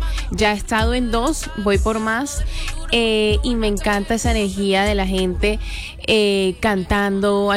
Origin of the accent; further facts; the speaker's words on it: Barranquilla, Atlántico, Colombia; Yo soy de Barranquilla.